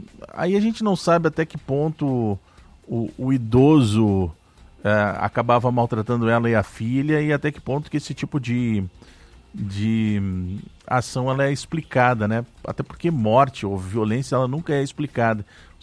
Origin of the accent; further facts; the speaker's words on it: Rio Grande do Sul, Brazil; lá no meu estado, Cláudio, no Rio Grande do Sul